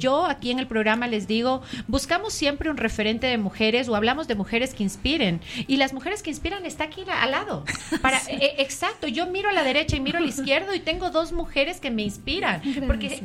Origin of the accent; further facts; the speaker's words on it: Macas, Morona Santiago, Ecuador; Yo soy de la Amazonía, yo soy de Macas